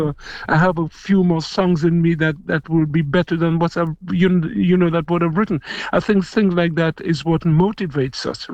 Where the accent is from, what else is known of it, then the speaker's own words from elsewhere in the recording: London, United Kingdom; moved away; also born or lived in Romford; I grew up in Chicksand Street, which really is a footstep away from Brick Lane.